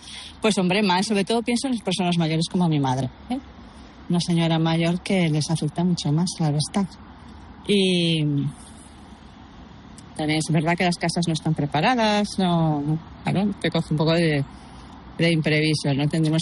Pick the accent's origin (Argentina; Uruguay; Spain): Spain; Zaragoza, Aragon; En general, yo vengo de Zaragoza y está bastante peor, pero no contaba con tanto calor aquí.